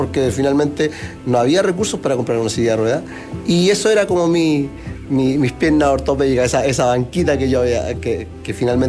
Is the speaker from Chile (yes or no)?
yes; Talca, Maule, Chile; born there; Bueno, yo nací en 1980 en la ciudad de Talca.